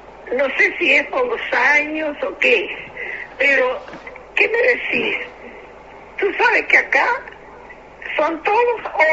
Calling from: Nico Pérez, Florida, Uruguay; Soy del departamento de Florida, de Nico Pérez.

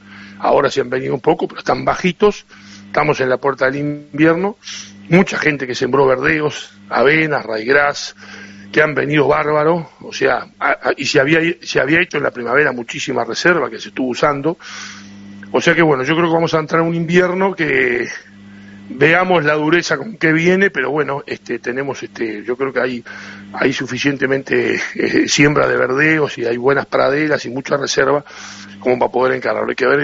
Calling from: Cardona, Soriano, Uruguay; en esta zona particularmente, te hablo de Cardona, la zona de Cuchilla del Perdido

